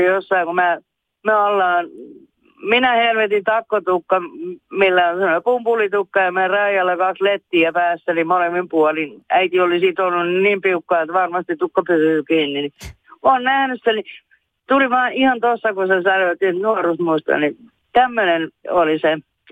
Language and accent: Finnish; Harjavalta, Satakunta, Finland; born there; mä olen Harjavallasta ollut kotosi